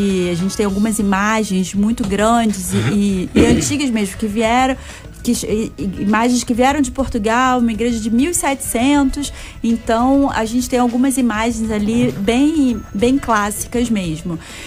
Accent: Rio de Janeiro, Brazil; eu sou da Igreja do Divino Espírito Santo e eu sempre fui, porque a gente, eu e minha família, nós moramos ali, morava ali no Estácio, agora ali na Tijuca, e sempre frequentamos a Igreja do Divino Espírito Santo.

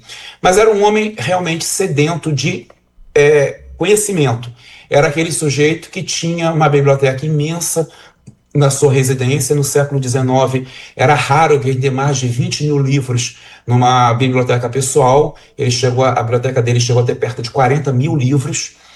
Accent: Rio de Janeiro, Brazil; moved away as an adult; also born or lived in Jerusalem; now in Minas Gerais, Brazil; eu sou carioca de Campo Grande, da Zona Oeste do Rio

